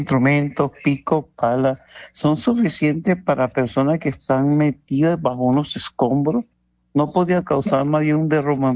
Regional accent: Venezuela; moved away; yo soy venezolano, criollito

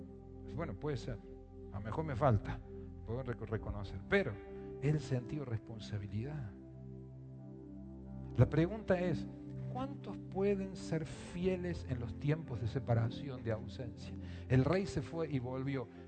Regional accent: Córdoba, Argentina; yo estudié en Córdoba. Me mandaron un jardín de infantes, se llamaba. Ahí en Alta Córdoba, Manuel Lucero. Hice primer y segundo grado ahí. Después fui a un colegio acá por la Castro Barro. Nos cambiamos de casa cada rato.

